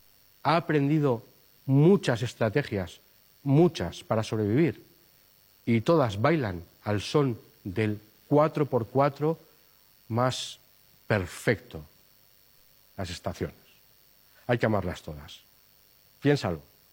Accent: Navarre, Spain; Hace años que entró por mi tierra, por allá por el Pirineo Navarro

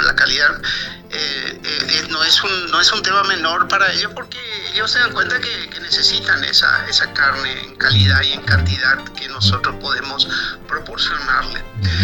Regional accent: Paraguay; moved away as an adult; now in Turkey; soy de Paraguay

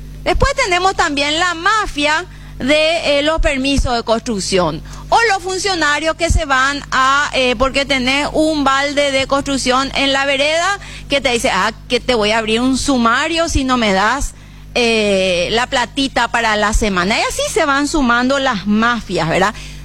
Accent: Asunción, Paraguay; Yo soy asuncena.

